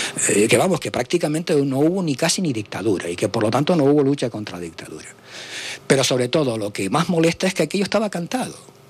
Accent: Canary Islands, Spain; como canario. Mira, mi generación cuando llegó de Madrid

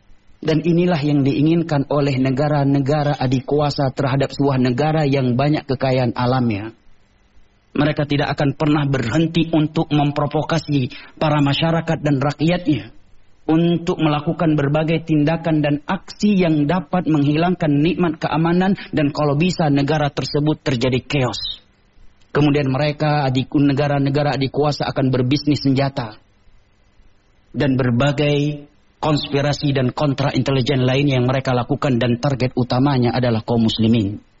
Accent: Aceh, Indonesia; Saya orang Aceh

